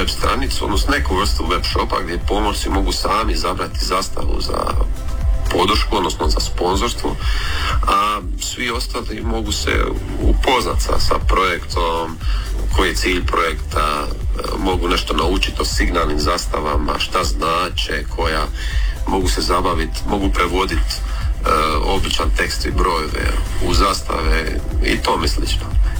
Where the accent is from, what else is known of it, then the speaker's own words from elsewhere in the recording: Orebić, Dubrovnik-Neretva County, Croatia; Evo, lijep pozdrav … dolazim sa Pelješca, točno iz Orebića.